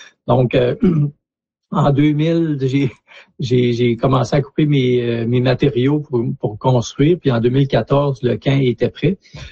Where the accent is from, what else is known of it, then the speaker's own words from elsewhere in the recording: Gagnon, Quebec, Canada; Moi, je suis originaire de Gagnon à la base, là, une ville minière là, qui était un peu au sud de Fermont.